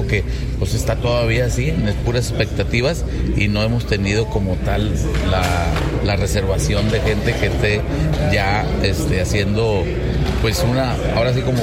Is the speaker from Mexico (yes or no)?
yes; Mexico; creo que mucha gente de último momento va a hacer reservaciones, que así somos también los mexicanos, ¿no?